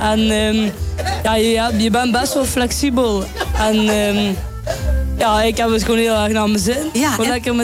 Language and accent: Dutch; Limburg, Netherlands; Ik kom uit Lemberg.